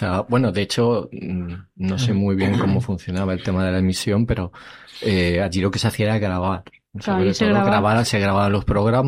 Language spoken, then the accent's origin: Spanish; Leganés, Community of Madrid, Spain; yo ahora mismo me estoy acordando de Radio Leganés, que yo vengo de Leganés, y está en un pasaje comercial.